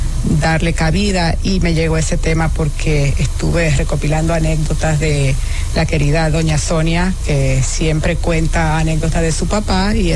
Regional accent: Santiago de los Caballeros, Santiago, Dominican Republic; Yo soy de Santiago. Crecí en Santiago

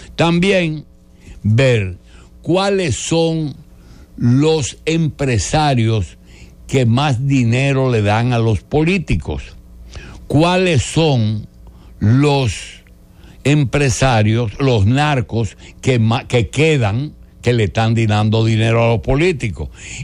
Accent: Dominican Republic; ¿qué es lo que está pasando en mi país?

